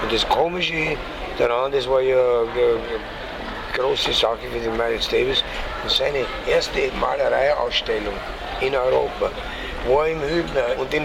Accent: Vienna, Austria; moved away as an adult; now in Malibu, United States; aufgewachsen in der Weinlechnergasse 1, das ist ja vis-à-vis vom Herz-Jesu-Kloster. Ja, mehr oder weniger die ersten 25 Jahre meines Lebens in Erdberg verbracht. Und darum ist Erdberg nicht nur, wo ich aufgewachsen bin, aber mehr oder weniger meine Seele.

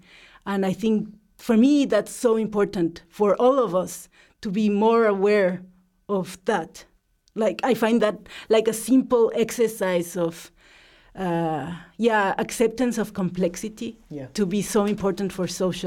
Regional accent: Mexico; growing up in Mexico

